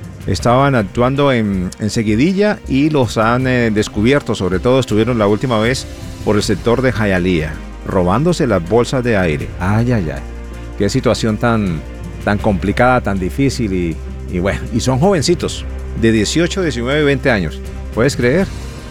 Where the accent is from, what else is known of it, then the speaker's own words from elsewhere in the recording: Colombia; Ojalá en mi país, Colombia, sea igual.